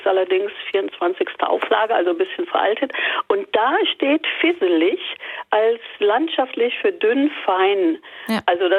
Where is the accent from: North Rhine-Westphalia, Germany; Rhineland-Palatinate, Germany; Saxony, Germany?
North Rhine-Westphalia, Germany; Essen; born there; also born or lived in Düsseldorf; Ich bin in Essen geboren, meine Eltern kommen aus dem Ruhrgebiet, also aus Essen, und die Schule war in Düsseldorf.